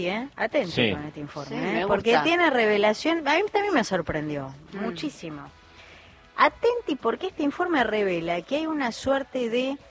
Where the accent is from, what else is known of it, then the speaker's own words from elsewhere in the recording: Argentina; los hinchas más fanáticos del Mundial, que somos nosotros, los argentinos